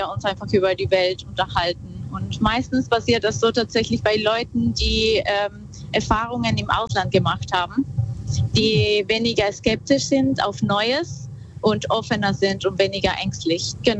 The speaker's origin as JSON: {"language": "German", "region": "north", "country": "Peru", "tie": "born or raised there", "said": "komme ursprünglich aus Peru. Ich bin im Norden von Peru aufgewachsen und da gab es sehr viel Natur"}